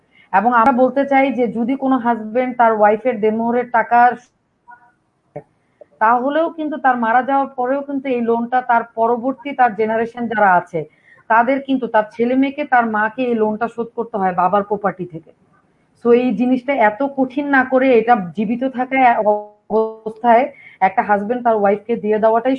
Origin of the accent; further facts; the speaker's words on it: Bangladesh; আসলে আমরা যখন যে সময়টাতে বাংলাদেশের প্রেক্ষাপটে বড় হয়েছি, আমি বলছি আসলে 80-এর দশকের কথা